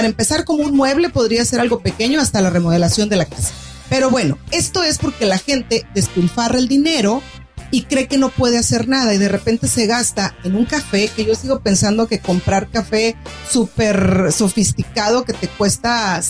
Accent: Mexico; moved away; soy mexicana y ranchera

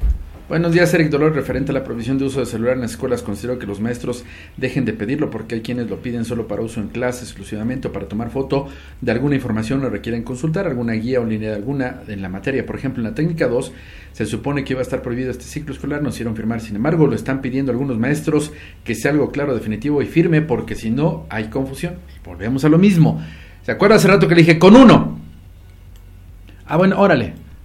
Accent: Tlaxcala, Mexico; una semana me la llevo yo a mi casa, que soy originaria de Tlaxcala

